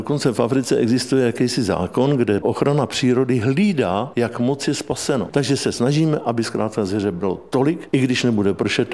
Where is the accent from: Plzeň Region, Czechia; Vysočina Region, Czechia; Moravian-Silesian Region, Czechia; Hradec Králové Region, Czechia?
Vysočina Region, Czechia; A navíc jsem z Vysočiny